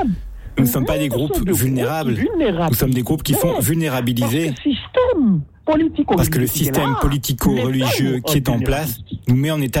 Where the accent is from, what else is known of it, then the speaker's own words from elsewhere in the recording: Haiti; je suis un vrai haïtien.